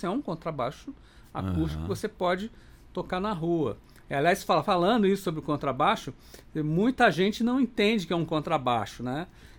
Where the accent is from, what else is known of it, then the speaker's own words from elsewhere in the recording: Rio de Janeiro, Brazil; moved away as an adult; now in Brasília, Brazil; Eu sou carioca.